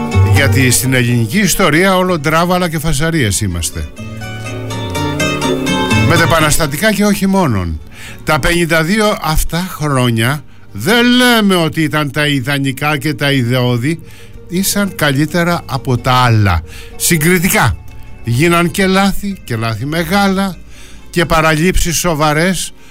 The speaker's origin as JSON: {"language": "Greek", "country": "Greece"}